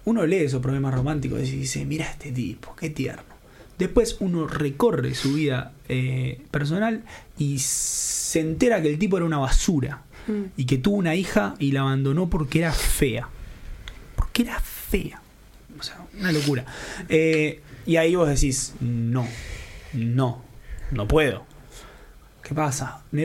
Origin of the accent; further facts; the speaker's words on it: Uruguay; soy el peor periodista uruguayo.